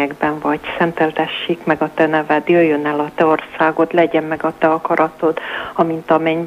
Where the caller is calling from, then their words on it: Glogovăț, Arad County, Romania; Arad mellől Glogovácról vagyok